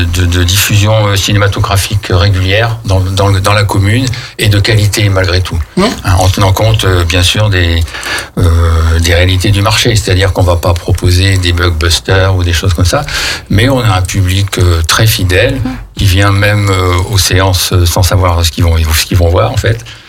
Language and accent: French; Saint-Omer, Hauts-de-France, France; moved away; Je viens du Pas-de-Calais, en fait, donc... mais ça fait 45 ans que je suis dans la région.